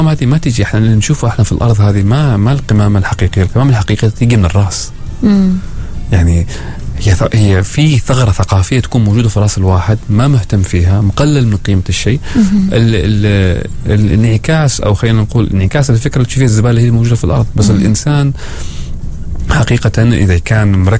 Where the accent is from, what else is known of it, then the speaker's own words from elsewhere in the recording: Muscat, Muscat Governorate, Oman; عندنا في مسقط